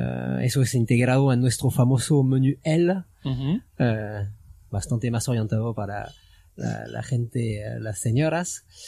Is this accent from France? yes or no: yes; Occitania, France; Spanish is a second language; moved away as an adult; now in Mendoza, Argentina; Sur de Francia, cerca de Toulouse.